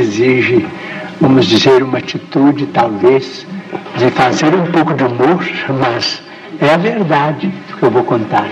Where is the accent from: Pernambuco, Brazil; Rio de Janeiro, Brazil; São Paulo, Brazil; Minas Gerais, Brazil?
Minas Gerais, Brazil; Pedro Leopoldo; born there; moved away as an adult; now in Uberaba, Brazil; Pedro Leopoldo, a terra onde nasci na presente reencarnação.